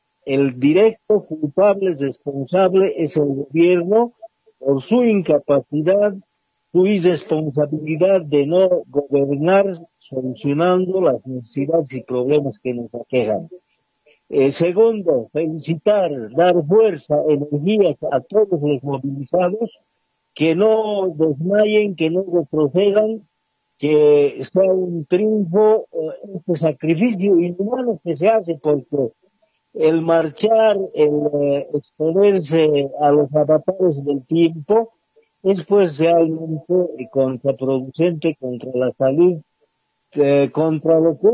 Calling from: Cochabamba, Bolivia; de acá de Cochabamba.

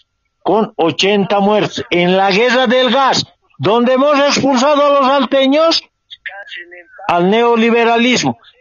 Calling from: La Paz, Bolivia; Yo soy de La Paz y me he ido al oriente, me ha tocado el oriente.

